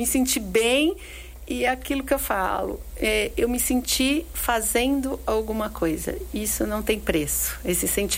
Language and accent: Portuguese; São Carlos, São Paulo, Brazil; moved away; me traz de volta para São Carlos, né, assim, como uma possível alternativa, né, para minha cidade natal